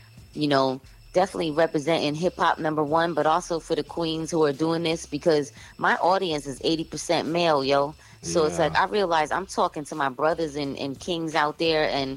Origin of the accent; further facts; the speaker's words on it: New York City, New York, United States; Well, you know, I'm from Brooklyn, New York, but I've traveled a lot and I've lived in different situations